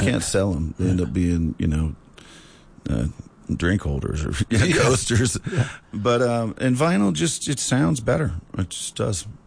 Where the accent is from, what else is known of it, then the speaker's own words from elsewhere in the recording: New Orleans, Louisiana, United States; I attribute this to growing up in New Orleans, that I've always been exposed to all of those different kinds of music.